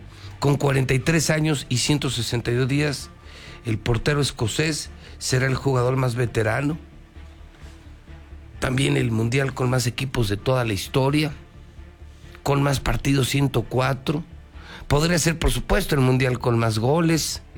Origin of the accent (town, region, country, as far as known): Mexico